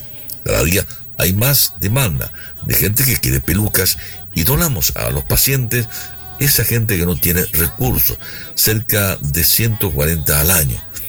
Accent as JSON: {"language": "Spanish", "town": "San Juan Bautista", "region": "Misiones", "country": "Paraguay", "said": "Mi familia es de muy escasos recursos, vivimos muy pobres, soy de San Juan Bautista, Misiones. Pasé muchas necesidades en mi niñez"}